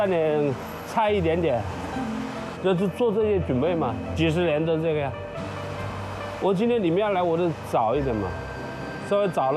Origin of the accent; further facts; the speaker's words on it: Wuhan, Hubei, China; 从我爷爷那一代在武汉来的嘛，我们是在武汉的土生土长第3代人。